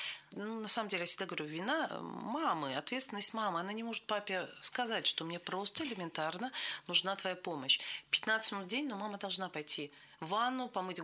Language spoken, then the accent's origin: Russian; Cherepovets, Vologda Oblast, Russia; Я сама из Череповца